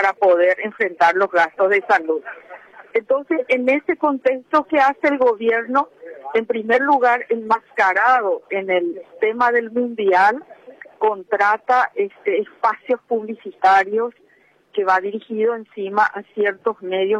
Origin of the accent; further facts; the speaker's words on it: Paraguay; somos paraguayos, somos gloriosos, somos el país gigante